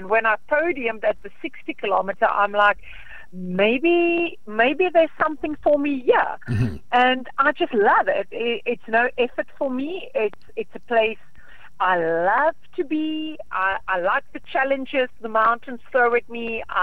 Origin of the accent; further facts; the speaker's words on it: South Africa; also born or lived in Riversdale; now in George, South Africa; as a South African